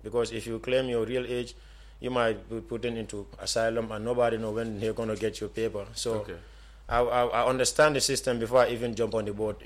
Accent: Gambia; moved away as an adult; also born or lived in United States / Chicago; now in Germany; I came from America, I'm a Gambian.

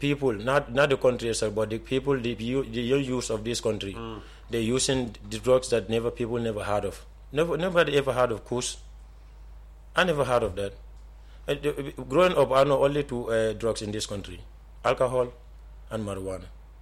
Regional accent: Banjul, Gambia; born there; I'm from Banjul, but... I'm not raised there, so I cannot.

